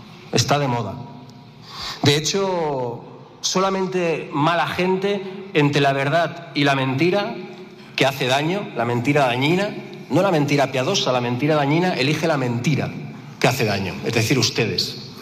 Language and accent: Spanish; Catalonia, Spain; Yo soy catalán